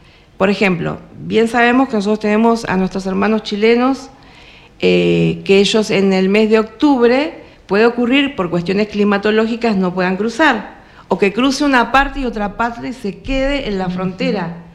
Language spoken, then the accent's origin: Spanish; Chubut, Argentina; más siendo patagónica, chubutense